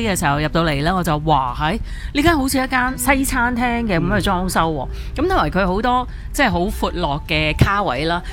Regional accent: Hong Kong

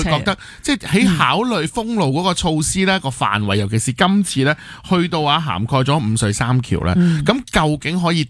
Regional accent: Hong Kong; 等我哋香港人會明白，

